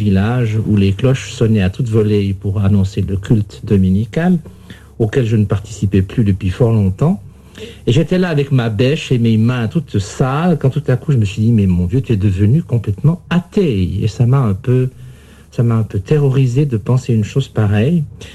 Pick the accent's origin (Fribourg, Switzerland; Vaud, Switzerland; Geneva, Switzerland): Vaud, Switzerland; Yverdon-les-Bains; born there